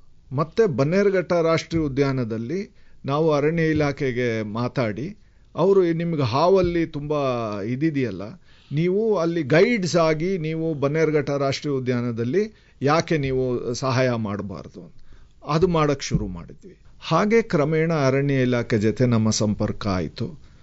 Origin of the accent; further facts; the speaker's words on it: Bengaluru, Karnataka, India; ನಾನು ಬೆಂಗಳೂರು